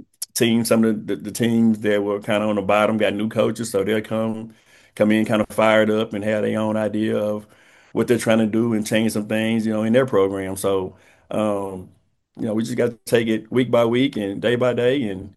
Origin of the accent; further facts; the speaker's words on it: Houston, Texas, United States; moved away as an adult; now in Gladewater, United States; I'm from Houston, but this is my second home.